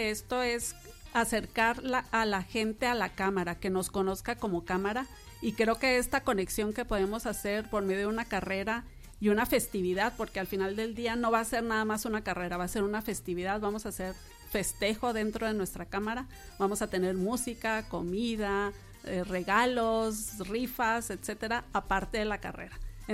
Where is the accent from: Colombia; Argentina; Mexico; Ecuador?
Mexico; Y como buenos mexicanos, pues festejando.